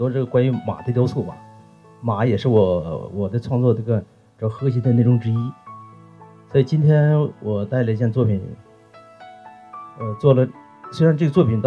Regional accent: Hulunbuir, Inner Mongolia, China; 我是作为一个土生土长的这个呼伦贝尔，这个从小也是在草原上出生，草原上长大，也是在跟着马作伴。

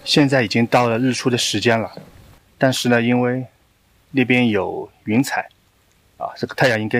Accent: Jiaxing, Zhejiang, China; 我是浙江嘉兴人

